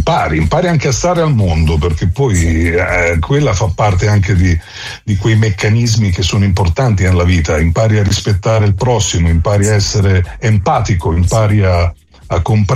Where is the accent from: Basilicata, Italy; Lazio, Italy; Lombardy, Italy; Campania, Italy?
Lombardy, Italy; Milan; Io vengo dalla periferia di Milano